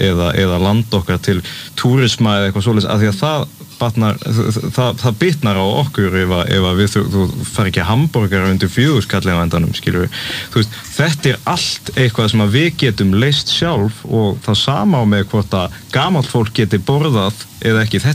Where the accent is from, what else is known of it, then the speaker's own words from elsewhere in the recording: Grímsnes, Southern Region, Iceland; Og það, ég er úr Grímsnesinu, ég bjó í gullna hringnum